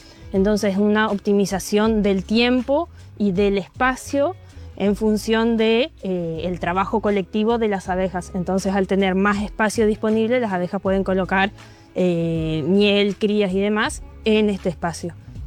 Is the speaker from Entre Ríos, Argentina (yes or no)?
yes; Costa Grande, Entre Ríos, Argentina; Yo crecí en una zona rural que se llama Costa Grande, que está más o menos a unos 80, 90 kilómetros de acá de Paraná. Hice mi jardín, primaria, secundaria, todo en escuela rural.